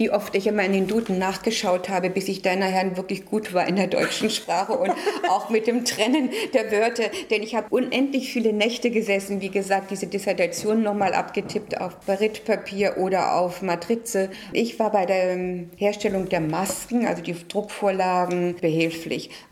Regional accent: Berlin, Germany; born there

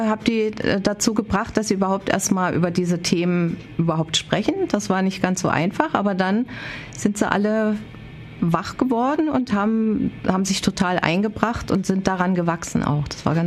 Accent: East Germany, Germany

